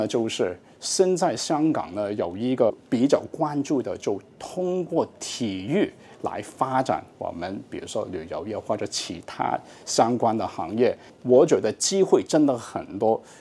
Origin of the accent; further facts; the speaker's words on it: Hainan, China; now in Hong Kong; 我们海南